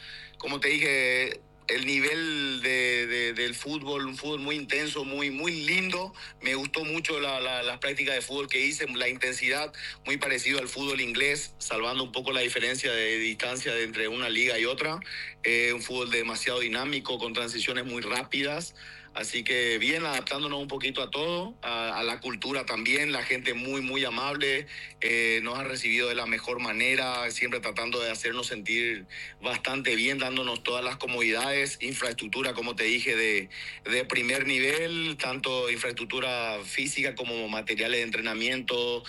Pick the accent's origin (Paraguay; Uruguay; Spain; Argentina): Paraguay; moved away as an adult; also born or lived in United States; now in Turkey; Yo nací en los Estados Unidos, pero a los 2 meses ya fui a Paraguay, o sea, soy más paraguayo que la mandioca